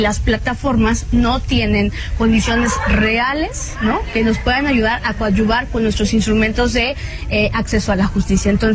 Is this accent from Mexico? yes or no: yes; Mexico